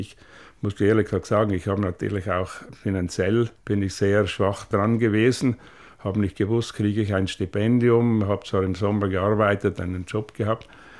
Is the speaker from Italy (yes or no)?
yes; Trentino-Alto Adige, Italy; Ich war halt damals noch der schüchterne Bub vom Land und muss immer wieder dazu sagen, mit dem Reden sind wir Südtiroler oft ein bisschen faul